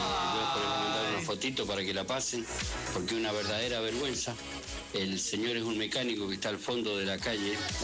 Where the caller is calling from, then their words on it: Santa Cruz, Argentina; Yo fui el que recién llamó … acá de Santa